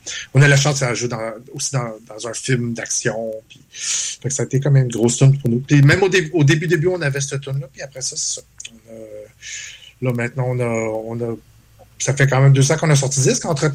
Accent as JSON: {"language": "French", "town": "Châteauguay", "region": "Quebec", "country": "Canada", "tie": "born or raised there", "said": "Quand j'étais jeune, je venais de Châteauguay. Tu sais, de la banlieue"}